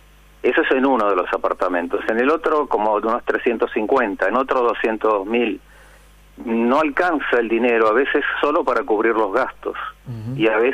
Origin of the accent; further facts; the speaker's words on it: Argentina; moved away as an adult; also born or lived in Venezuela; soy argentino, ¿no? Pero viví en Venezuela 40 años.